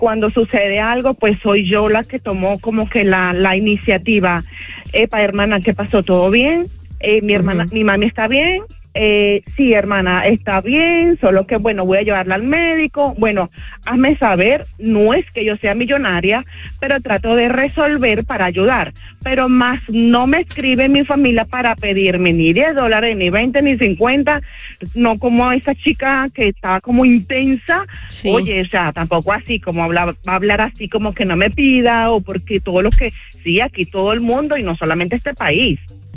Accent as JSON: {"language": "Spanish", "country": "Venezuela", "moved": "as an adult", "said": "Sí, mi familia, soy venezolana. Uh-huh. Voy para 9 años en este país."}